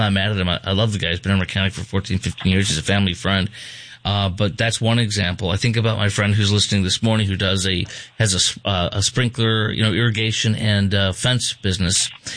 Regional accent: Chicago, Illinois, United States; now in Texas, United States; I fill in there regularly in my hometown.

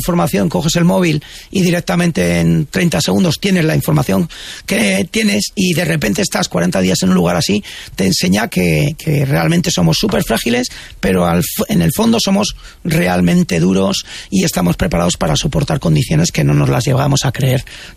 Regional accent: Íscar, Castile and León, Spain

